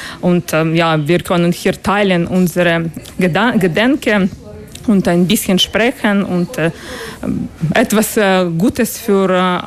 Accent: Ukraine; German is a second language; Ja, ich komme aus der Ukraine, ja.

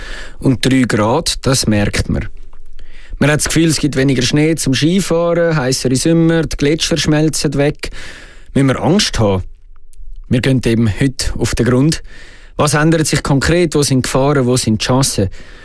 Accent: Switzerland; als Schweizer Journalistinnen oder Journalisten

